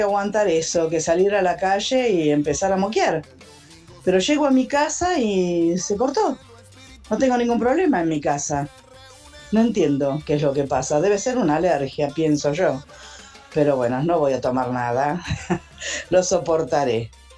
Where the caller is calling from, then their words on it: Don Torcuato, Buenos Aires Province, Argentina; Hola chicos … de Don Torcuato